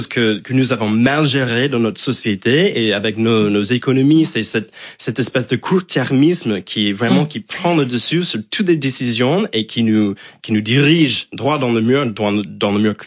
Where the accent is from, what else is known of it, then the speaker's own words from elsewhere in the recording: United States; Comme j'ai grandi aux États-Unis et que la bourse occupe une place un peu plus importante dans la vie et dans la société, j'ai grandi avec un peu plus d'informations sur la bourse et comment ça fonctionnait.